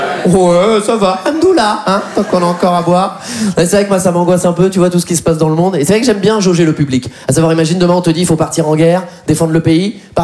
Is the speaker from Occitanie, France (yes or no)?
no; Poitiers, Nouvelle-Aquitaine, France; Je me présente … 29 ans. Moi, je viens de Poitiers.